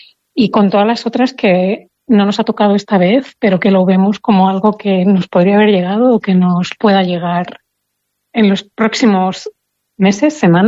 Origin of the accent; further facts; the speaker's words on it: Tiétar Valley, Castile and León, Spain; yo soy del Valle del Tietar